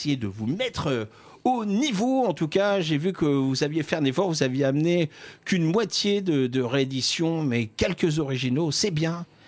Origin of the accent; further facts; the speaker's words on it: Grand Est, France; En tout cas, nous sommes du même monde, puisque nous sommes du Grand Est.